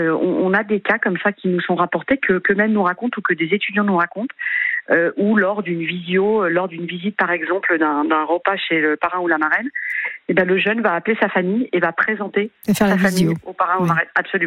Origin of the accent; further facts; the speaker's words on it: Lyon, Auvergne-Rhône-Alpes, France; C'est quand même, je suis une pure lyonnaise.